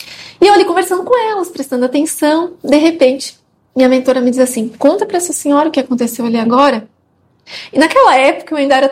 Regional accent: Campo Grande, Mato Grosso do Sul, Brazil; eu sou lá de Campo Grande do Mato Grosso do Sul

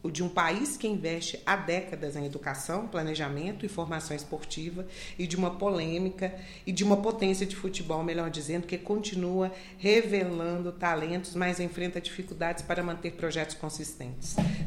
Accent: Brazil; a gente é brasileiro e cada um tem um ponto de vista.

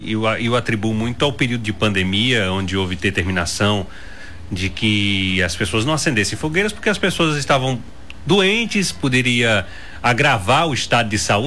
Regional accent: Ribeira do Pombal, Bahia, Brazil; Ruana Brito que foi a rua que eu cresci, cheia de fogueira.

